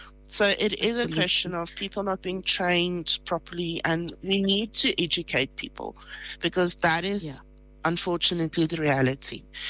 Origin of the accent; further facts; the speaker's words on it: South Africa; I'm actually a South African citizen and I'm Afrikaans. And that's why I also prefer saying